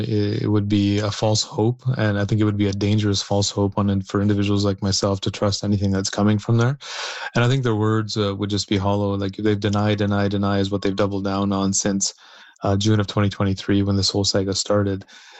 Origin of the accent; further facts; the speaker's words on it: Canada; I'm born and raised in Canada.